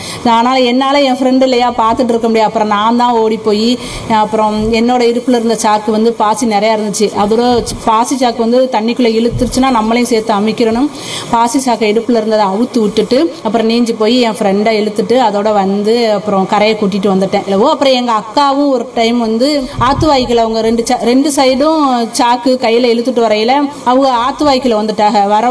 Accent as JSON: {"language": "Tamil", "town": "Narikkuzhi", "region": "Tamil Nadu", "country": "India", "tie": "born there", "lives_now": "Paman Thetkuvadi, India", "said": "நான் பிறந்த ஊர் வந்து நரிக்குழி அப்படின்னு ஒரு கிராமத்துல நான் பிறந்தேன். எனக்கு கல்யாணம் பண்ணி கொடுத்தது தான் பாமன் தெற்குவாடி கிராமம். இப்போ அங்கே தான் இருக்கேன்."}